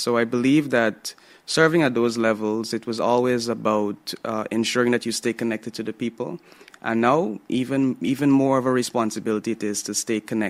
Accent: Demerara-Mahaica, Guyana; I'm from Commons Lodge

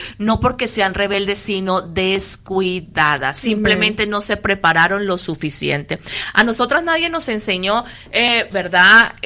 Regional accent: Colombia; moved away; Yo soy colombiana, la hermana Mabel cubana, y tenemos dialectos

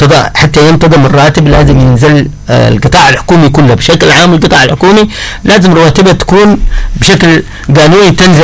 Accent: Hadhramaut, Yemen; عندنا في حضرموت

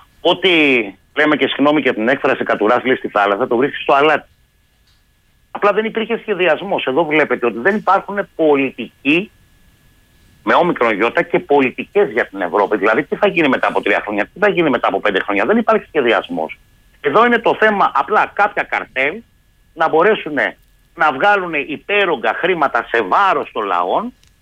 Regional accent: Aliveri, Central Greece, Greece; Στην ιδιαίτερη πατρίδα μου στο Αλιβέρι

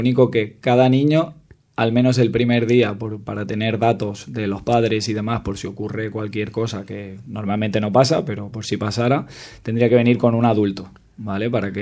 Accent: Montornès del Vallès, Catalonia, Spain; los que somos de Montornès Norte de toda la vida

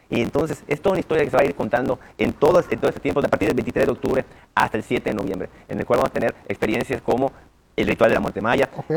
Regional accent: Yucatán, Mexico; rescatar quiénes somos como mexicanos, como yucatecos

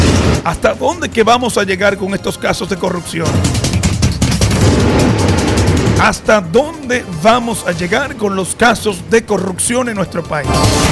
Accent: Dominican Republic

